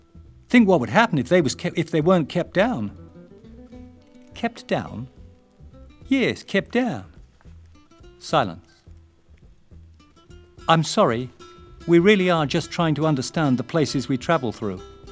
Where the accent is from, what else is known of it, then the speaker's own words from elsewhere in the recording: England, United Kingdom; Barry and I, two English boys